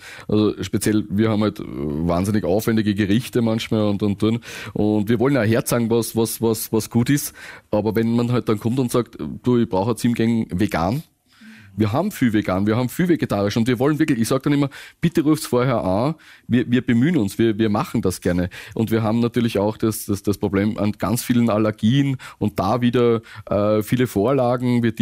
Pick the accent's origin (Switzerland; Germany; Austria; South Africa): Austria; Lower Austria; ich komme aus Ösen Waldviertel, also wir haben schon viel Kraft